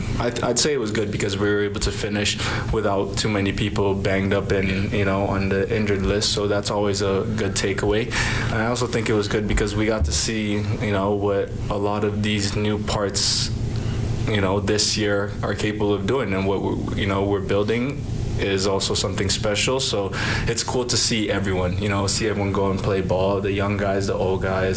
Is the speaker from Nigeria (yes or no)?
yes; Nigeria; born there; moved away; also born or lived in Taiwan / Ghana; So, like, I was born in Nigeria, so we stayed in Nigeria for a couple of years. My younger brother was born in Taiwan, so we also spent some time in Taiwan. And then we moved back to Nigeria, and then we also spent some time in Ghana also.